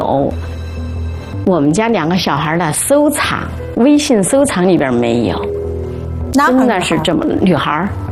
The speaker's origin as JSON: {"language": "Chinese", "region": "Sichuan", "country": "China", "said": "就顶多了是我四川人确实是给人有点那种外向的，有点那种，其实不是这样的。"}